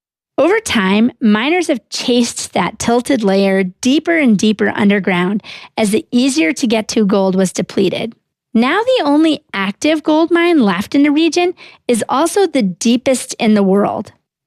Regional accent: Alaska, United States; my home state of Alaska

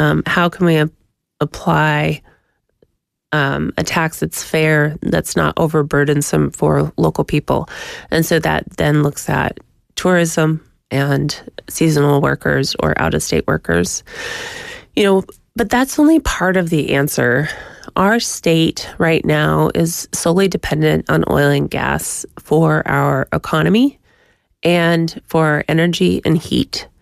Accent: Alaska, United States; because for myself, I'm Tlingit from Southeast. My family's been here a long time.

